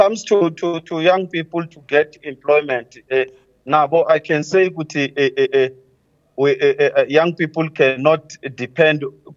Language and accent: English; South Africa